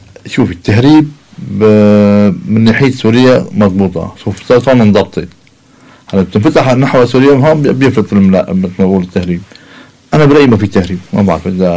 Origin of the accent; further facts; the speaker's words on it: Akkar, Lebanon; نحن مثلا عنا هلا بمنطقتنا نحن فوق بجرد في منطقه خلاف عكاري